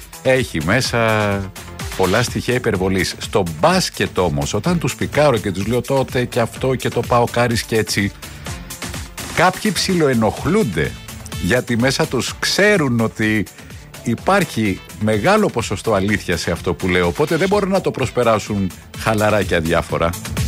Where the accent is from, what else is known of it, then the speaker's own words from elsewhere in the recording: Athens, Attica, Greece; επειδή εγώ είμαι Αθηναίος παουτζής και οι περισσότεροι φίλοι μου είναι με τις αθηναϊκές ομάδες